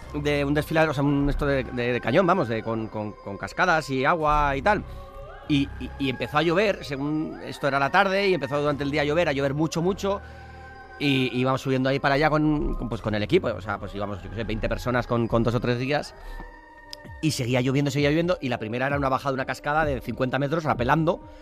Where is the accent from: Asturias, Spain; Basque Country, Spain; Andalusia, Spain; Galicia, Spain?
Basque Country, Spain; San Sebastián